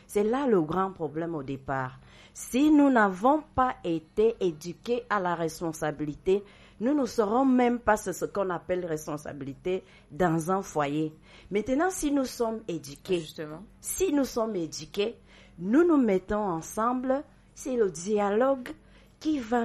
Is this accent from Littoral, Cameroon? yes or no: no; Centre, Cameroon; chez moi à Meyete. Meyete, c'est un petit village de l'arrondissement de Lembeyezou.